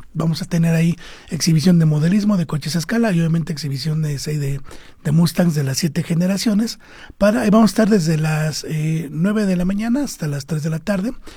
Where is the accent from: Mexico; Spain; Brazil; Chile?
Mexico; Hidalgo; en nuestro estado de Hidalgo